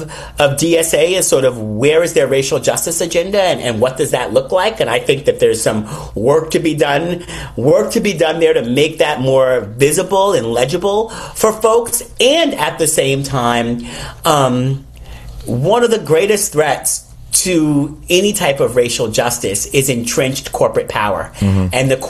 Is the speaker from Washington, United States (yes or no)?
no; New York, United States; And I watched this very clearly as a New Yorker